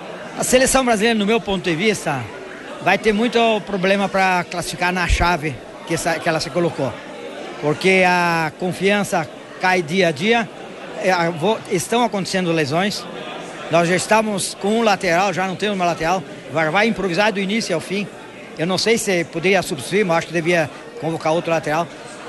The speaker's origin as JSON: {"language": "Portuguese", "country": "Brazil", "said": "eu como brasileiro"}